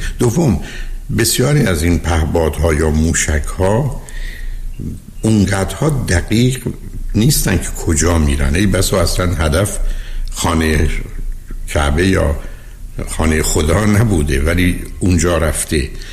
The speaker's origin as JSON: {"language": "Persian", "country": "Iran", "said": "به عنوان یه ایرانی عرض میکنم"}